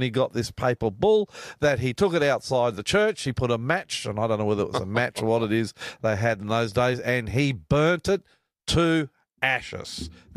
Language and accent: English; Australia